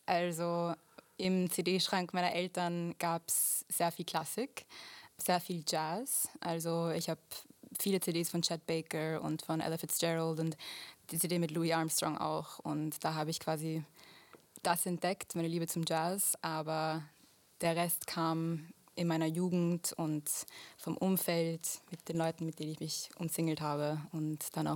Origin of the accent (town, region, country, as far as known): Vienna, Austria; born or raised there